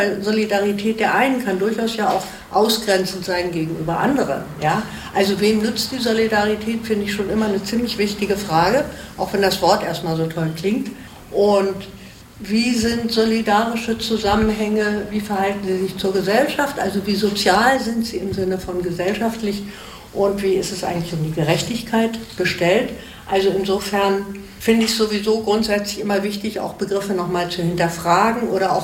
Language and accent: German; Berlin, Germany; also born or lived in Neustadt an der Weinstraße; also ich bin in Berlin geboren und war da eigentlich immer dort, bis auf 3 Jahre in den 90ern, wo ich in Süddeutschland war, in Neustadt an der Weinstraße